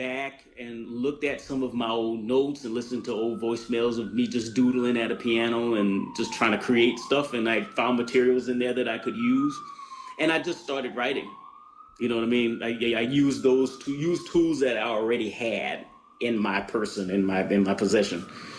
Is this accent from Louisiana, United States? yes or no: yes; New Orleans, Louisiana, United States; I'm from New Orleans